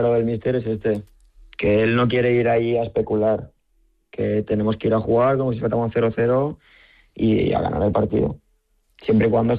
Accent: Barcelona, Catalonia, Spain; now in Palma, Spain; Soy de Barcelona

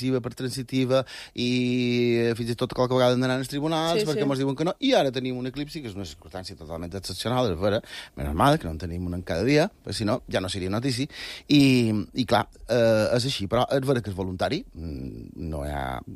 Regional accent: Balearic Islands, Spain; Som mallorquins

